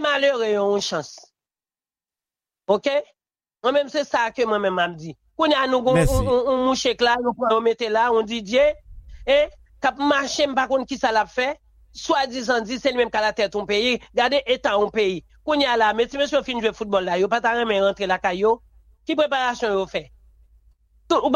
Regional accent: Haiti; Parce que moi-même, moi, je sens me frustré en tant que haïtien.

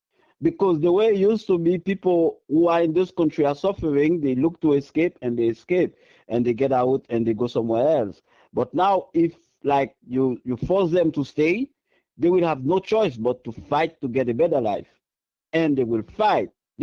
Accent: Haiti; moved away; I'm from Haiti.

